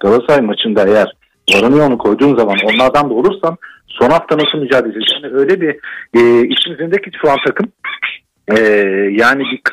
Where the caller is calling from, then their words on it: Antalya, Turkey; ben Antalya'dan.